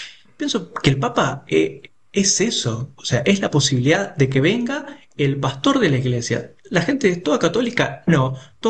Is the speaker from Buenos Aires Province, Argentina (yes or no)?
no; Barranqueras, Chaco, Argentina; moved away; yo soy de Barranqueras, Chaco, y mi parroquia, que es la Inmaculada, la parroquia de mi barrio es de Don Orione.